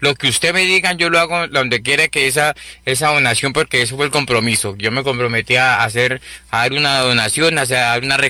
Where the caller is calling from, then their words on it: Ubaté Province, Cundinamarca, Colombia; De la provincia de Ubaté.